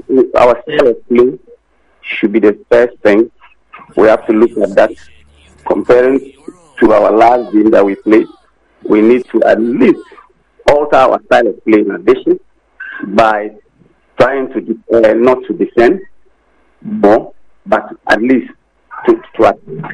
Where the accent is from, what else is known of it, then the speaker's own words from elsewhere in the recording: Ghana; as a Ghanaian